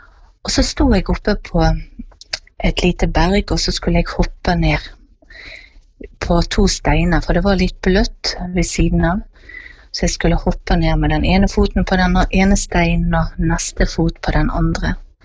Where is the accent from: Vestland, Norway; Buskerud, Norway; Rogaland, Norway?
Vestland, Norway; Bergen; og jeg kommer fra Åsane nord for Bergen.